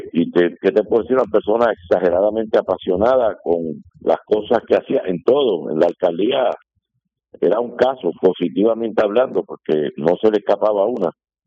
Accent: Cataño, Puerto Rico; Esa cosa intensa de ser de Cataño y de haber nacido y criado en Cataño, ese orgullo brutal que yo lo tengo en San Juan

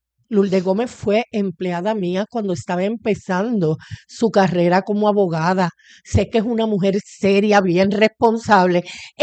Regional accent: Juncos, Puerto Rico; Mira, yo soy de Juncos, mi casa, mi residencia a Juncos, yo no tengo agua en Juncos.

